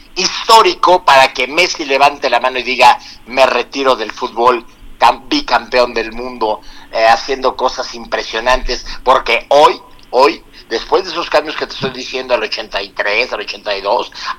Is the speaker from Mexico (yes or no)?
yes; Mexico; así somos mexicanos